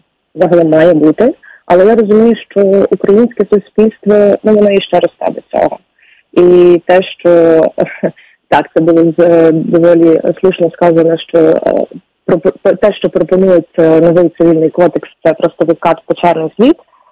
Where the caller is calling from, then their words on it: Lviv, Lviv Oblast, Ukraine; і я зі Львова.